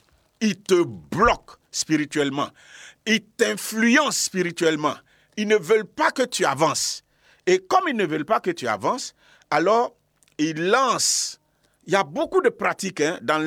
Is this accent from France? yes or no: no; Bondoukou, Zanzan, Côte d’Ivoire; chez moi à Bondoukou